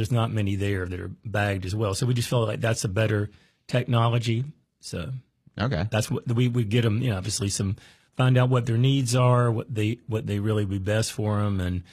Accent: Greenville, North Carolina, United States; Well, I had met someone in Greenville, North Carolina, which is my hometown

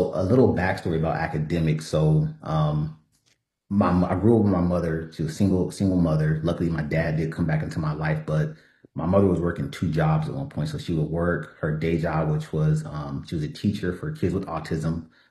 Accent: Los Angeles, California, United States; I grew up in South Central LA, first college generation of graduate.

